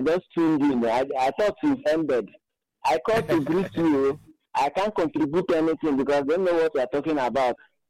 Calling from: Abakaliki, Ebonyi, Nigeria; my name is … I'm calling from Arakaliki.

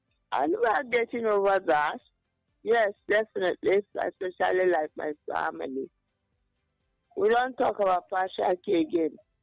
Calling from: Ila, Delta, Nigeria; Not like Delta, I'm calling you from Ila. Here in Delta State

